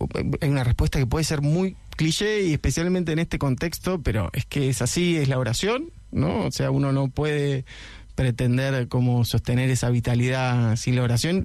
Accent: Argentina; ya sé que soy argentino

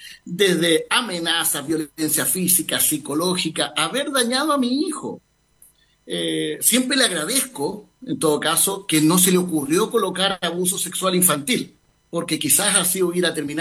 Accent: Chaitén, Los Lagos, Chile; yo soy de Chaitén.

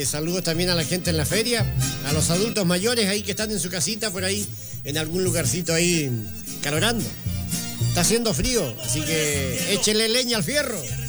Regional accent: Chile; Algo tan propio de nuestra esencia como chilenos.

